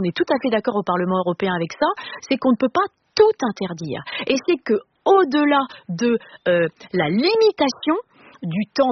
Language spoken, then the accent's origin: French; Normandy, France; moi je suis normande et en Normandie, vous savez, on dit c'est à la fin de la foire